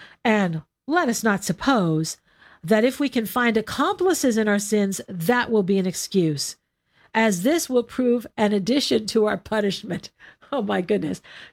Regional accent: California, United States; I'm a Californian

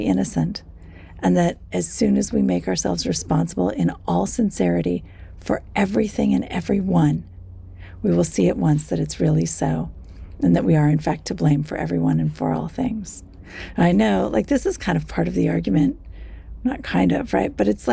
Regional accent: United States; as an American

